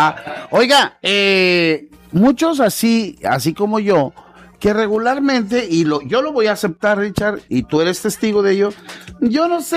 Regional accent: Mexico

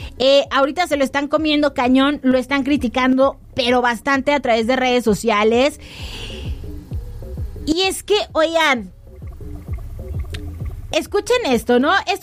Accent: Mexico; Ay, así somos los mexicanos de impuntuales

